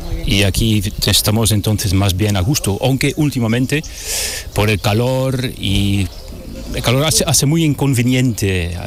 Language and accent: Spanish; Belgium; now in Lubrín, Spain; Originalmente soy belga.